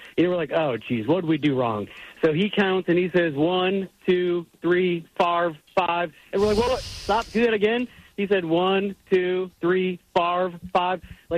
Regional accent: Wisconsin, United States; We're from Wisconsin, so we were Packer fans, and he won a number 4.

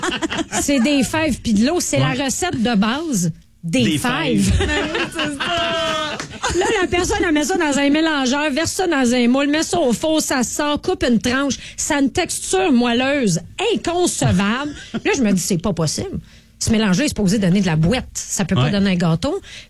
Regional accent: Montreal, Quebec, Canada; je viens de Montréal

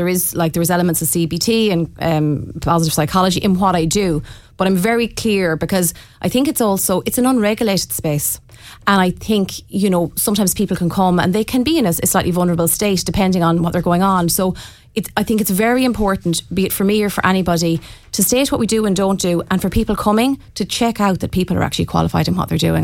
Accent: Bohola, County Mayo, Ireland

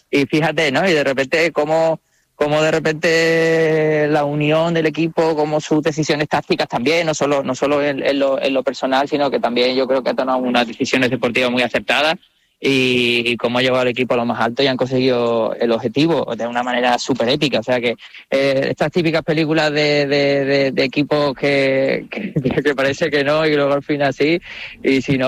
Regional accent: Canary Islands, Spain; born there; yo nací en Gran Canaria por circunstancias laborales de mi padre.

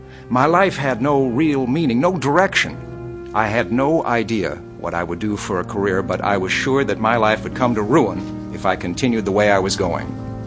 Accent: Pleasantville, New Jersey, United States; I grew up in Pleasantville, New Jersey, which is only 6 miles from Atlantic City.

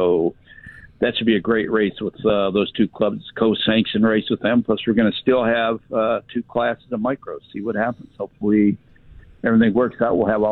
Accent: Midwest, United States; and growing up in the Midwest, I saw it when I was a little kid.

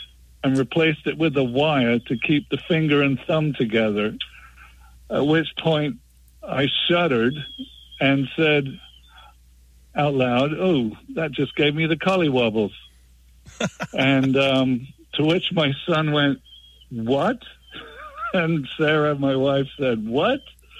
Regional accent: England, United Kingdom; now in Tallahassee, United States; I'm English originally.

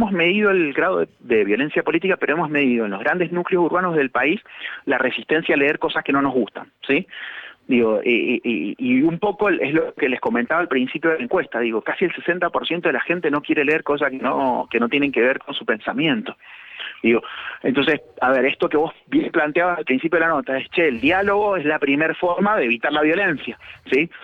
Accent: Mendoza, Argentina; como nosotros somos de Mendoza

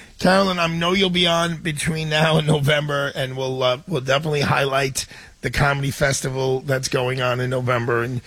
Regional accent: New York, United States; I'm a New Yorker. I'm rooting for New York.

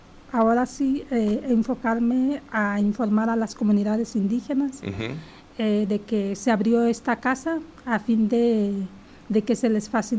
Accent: Nayarit, Mexico; De Santa Cruz de Guaybel, municipio del Nayar.

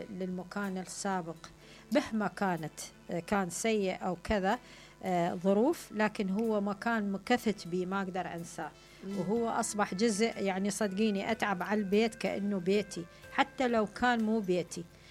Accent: Iraq; احنا عندنا في العراق

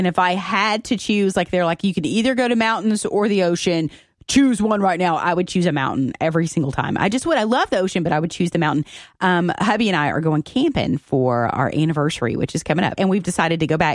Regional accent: Arkansas, United States; I'm from Arkansas originally, you know.

